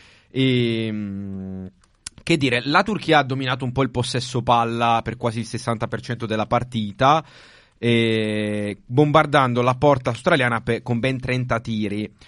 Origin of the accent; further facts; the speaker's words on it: Reggio Emilia, Emilia-Romagna, Italy; tra l'altro squadra che gioca vicino a casa mia, dove sono cresciuto, a Reggio Emilia.